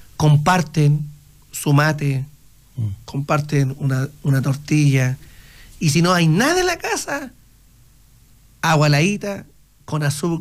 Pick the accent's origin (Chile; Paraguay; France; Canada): Chile; la envidia es nuestro peor capital como sociedad chilena, creo yo.